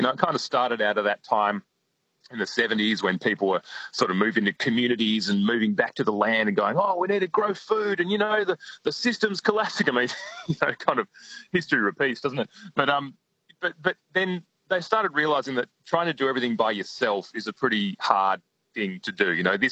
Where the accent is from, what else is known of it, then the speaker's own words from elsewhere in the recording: Denmark, Western Australia, Australia; And, my hometown in Denmark, there's the Wallery, which is another sort of community that's been doing interesting stuff.